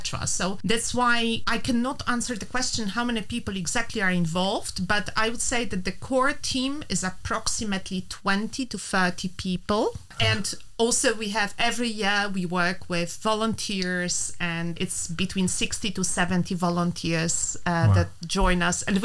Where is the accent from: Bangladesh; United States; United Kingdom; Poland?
Poland; now in Luxembourg; Obviously, I come from Poland as well.